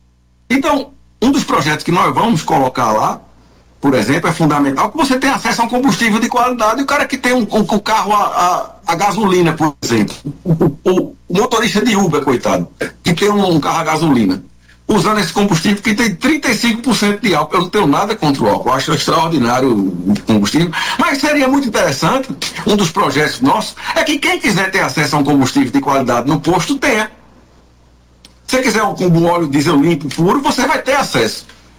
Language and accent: Portuguese; Pernambuco, Brazil; na minha cidade, na minha terra, que essa escola ia vir para Pernambuco